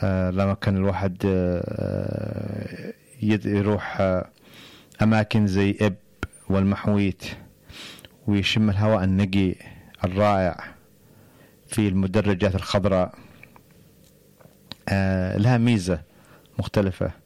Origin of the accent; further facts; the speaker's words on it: Yemen; moved away; لأن إحنا من اليمن، لأن إحنا هذه بلادنا، هذول ناسنا